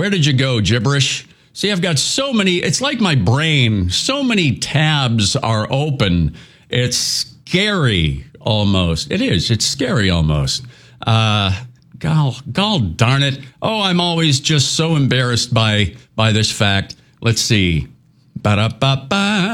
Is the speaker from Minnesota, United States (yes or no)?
yes; Minneapolis, Minnesota, United States; now in Eastern Iowa, United States; I grew up in Minneapolis, so I have to be a Vikings fan.